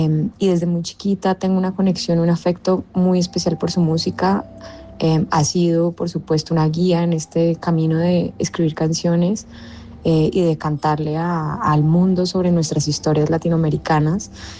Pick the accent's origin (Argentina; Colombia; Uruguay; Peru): Colombia; Cali, Valle del Cauca; En mi caso, pues nací y crecí en Cali, una ciudad amante profundamente de la salsa.